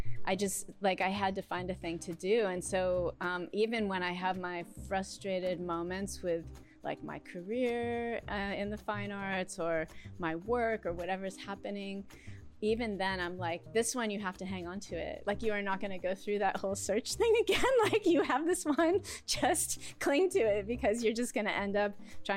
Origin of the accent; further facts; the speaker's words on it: East Coast, United States; moved away as an adult; now in California, United States; I'm from the East Coast